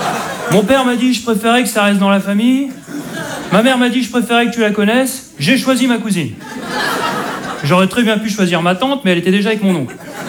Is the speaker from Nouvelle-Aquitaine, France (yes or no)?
no; Hauts-de-France, France; je suis un ch'ti.